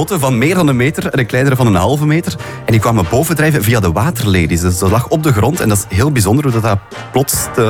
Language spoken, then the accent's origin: Dutch; Flanders, Belgium; Herkenbaar, ik ben zelf ook van West-Vlaanderen.